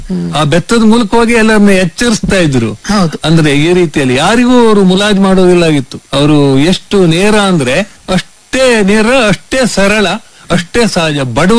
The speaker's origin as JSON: {"language": "Kannada", "town": "Honnavar", "region": "Karnataka", "country": "India", "tie": "born or raised there", "said": "ಶರಾವತಿ ನಮ್ಮ ತಾಯಿ, ಅವಳ ಮಡಿಲಲ್ಲಿ ಅವಳ ಉಡಿಯಲ್ಲಿ ಬೆಳೆದವರು ನಾವು."}